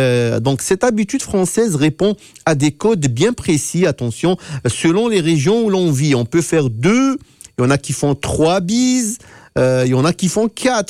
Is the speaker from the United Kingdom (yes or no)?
no; Algeria; Même chez nous, en Afrique du Nord, on a pris cette habitude des Français. Je pense, en Algérie, on fait toujours la bise également